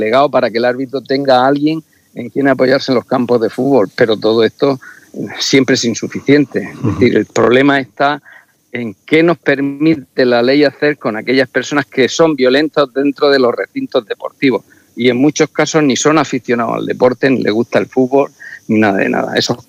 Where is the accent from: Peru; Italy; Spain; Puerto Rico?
Spain; Totana, Region of Murcia; yo soy de Totana